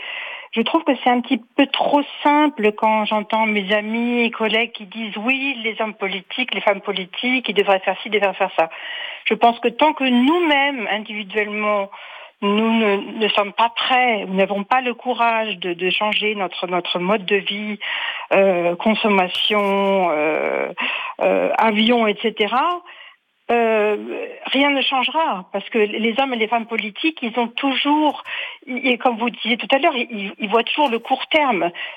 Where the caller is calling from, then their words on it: Germany; j'habite en Allemagne